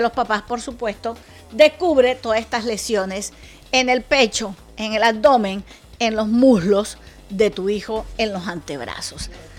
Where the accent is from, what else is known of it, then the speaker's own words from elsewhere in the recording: Colombia; first language Spanish; Los colombianos somos gente solidaria, somos gente empática y somos personas resilientes.